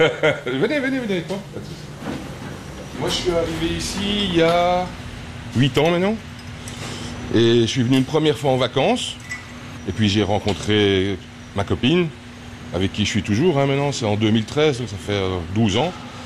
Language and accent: French; Belgium; Moi, je suis belge, donc je fais beaucoup de frites au restaurant.